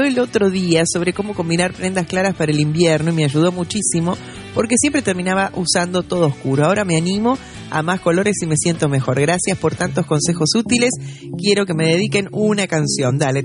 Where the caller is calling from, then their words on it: Mendoza, Argentina; Hola Andrea, querida … de Capital Mendoza.